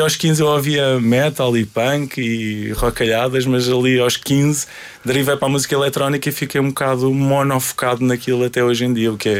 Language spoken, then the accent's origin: Portuguese; Portugal; born there; eu nasci em Portugal, nasci numa fase de maior acalmia financeira